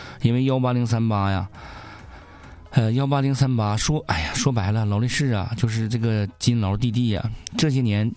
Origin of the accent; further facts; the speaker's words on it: Northeast China, China; accent: Northeastern Mandarin; 用我们东北话呀